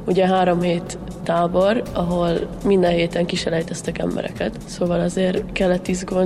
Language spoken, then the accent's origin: Hungarian; Sopron, Győr-Moson-Sopron, Hungary; soproniként igazából ugye senki más soproni nem volt még így válogatottba